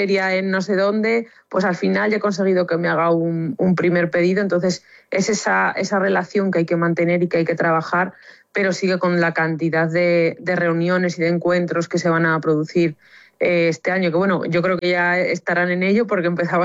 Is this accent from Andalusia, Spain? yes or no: no; Salamanca, Castile and León, Spain; Yo, como sabéis, soy de Salamanca, que lo he dicho muchas veces, y me vine ya a Zamora el lunes de la semana pasada, o sea, llevo aquí prácticamente 2 semanas ya zamoranas de acogida